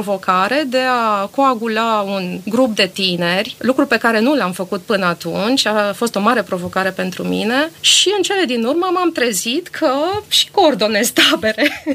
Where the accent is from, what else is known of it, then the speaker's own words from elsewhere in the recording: Târgu Mureș, Mureș County, Romania; born there; Eu m-am născut în Târgu Mureș